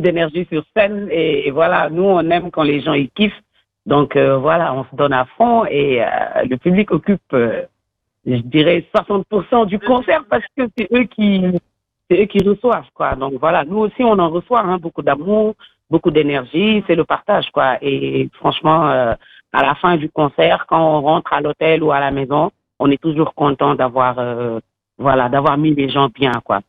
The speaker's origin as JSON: {"language": "French", "region": "Dakar", "country": "Senegal", "said": "Moi, je viens de Dakar."}